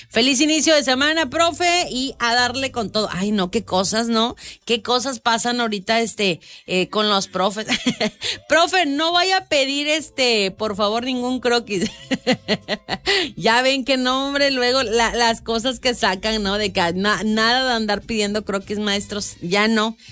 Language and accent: Spanish; Chiapas, Mexico; Los mexicanos, los chiapanecos, los mapanecos somos 4x4